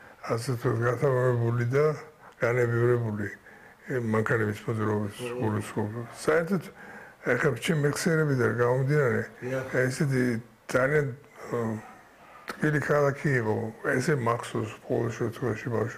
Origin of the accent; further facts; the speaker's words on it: Tbilisi, Georgia; რომ თბილისში ვარ დაბადებული. იმ სალს არ ყარკ უბანში რასაც ვერ აქვია